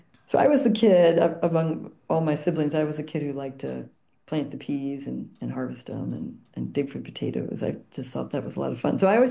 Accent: Chicago, Illinois, United States; I grew up in Chicagoland

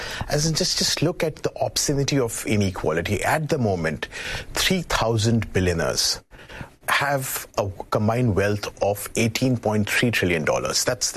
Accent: India; whether I come from India, so I've seen movements in Sri Lanka, in Bangladesh, in Nepal, changing regimes.

